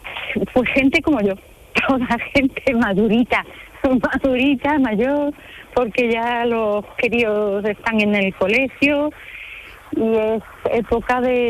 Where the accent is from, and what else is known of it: San Fernando, Andalusia, Spain; born or raised there